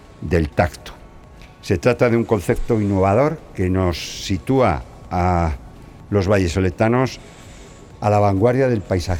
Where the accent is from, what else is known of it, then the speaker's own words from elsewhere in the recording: Valladolid, Castile and León, Spain; para todos nosotros los vallisoletanos